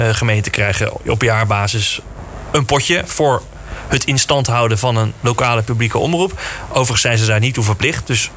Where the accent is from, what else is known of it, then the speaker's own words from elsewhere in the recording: Dordrecht, South Holland, Netherlands; Ik ben geboren en getogen in Dordrecht. Ik vind het hartstikke leuk om in mijn eigen geboortegrond en omgeving nieuws te maken.